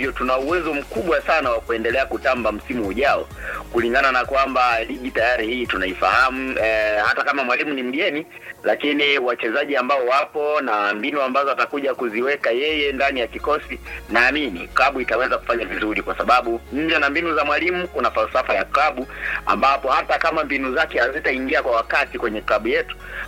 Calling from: Iringa, Tanzania; natokea Tumaini Iringa.

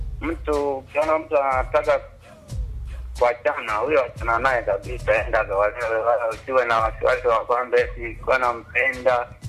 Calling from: Bariadi, Simiyu, Tanzania; kijiji Binza, natokea hapa Bayadi Simiyu.

